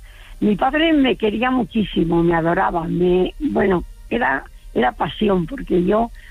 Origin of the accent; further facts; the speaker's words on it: Burgos, Castile and León, Spain; born there; Pues es que yo nací en Burgos y mi padre no me conoció hasta